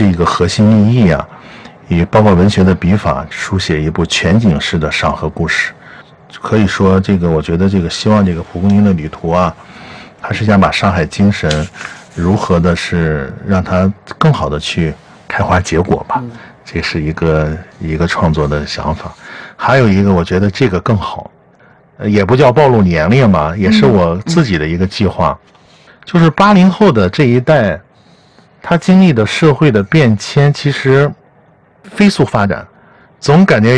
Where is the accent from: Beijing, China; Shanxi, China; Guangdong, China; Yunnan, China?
Shanxi, China; Houma; 我们老家侯马古称新田